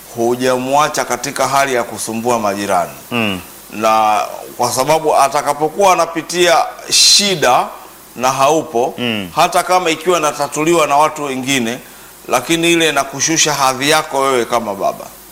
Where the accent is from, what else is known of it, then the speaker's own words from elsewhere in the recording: Sukumaland, Tanzania; kwa namna ya watoto kula na kuishi kwetu Sukumani